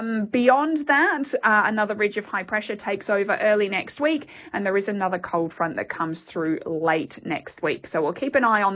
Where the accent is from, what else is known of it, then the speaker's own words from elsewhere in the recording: England, United Kingdom; first time as a English family driving through that area, my mum was adamant we were not allowed to draw in the dirt on the back of the car.